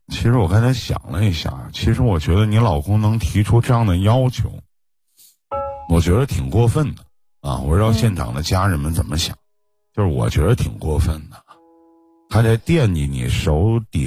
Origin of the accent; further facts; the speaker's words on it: Northeast China, China; 我们东北这边男方买房子